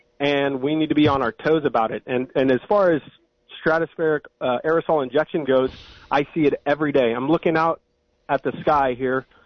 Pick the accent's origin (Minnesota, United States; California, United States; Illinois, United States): California, United States; Watsonville; I'm originally around from the Watsonville area